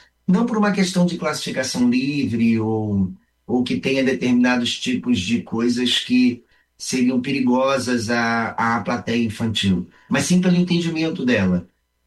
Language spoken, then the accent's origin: Portuguese; Rio de Janeiro, Brazil; born or raised there; also born or lived in Alegrete / northern Brazil